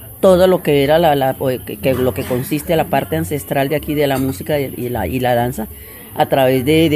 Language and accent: Spanish; Colombia